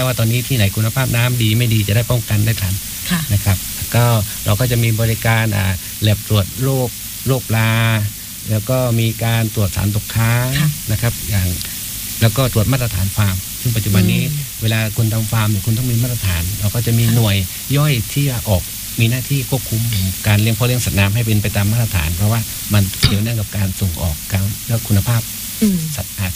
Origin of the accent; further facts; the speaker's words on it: Krabi, Thailand; now in Phang Nga, Thailand; ผมเป็นคนกระบี่